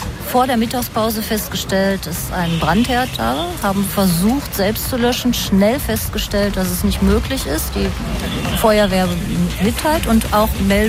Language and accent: German; North Rhine-Westphalia, Germany; Vor allen Dingen, weil ich das von meinem Heimatort zwischen Haspe und zur Straße tatsächlich gesehen habe.